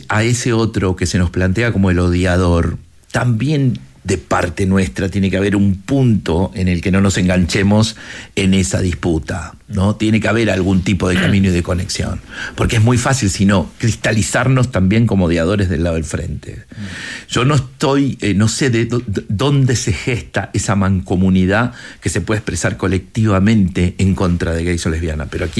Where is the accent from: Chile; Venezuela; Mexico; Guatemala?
Chile; now in Argentina; Yo también soy chileno. ¿Sí? O sea, yo también soy chileno.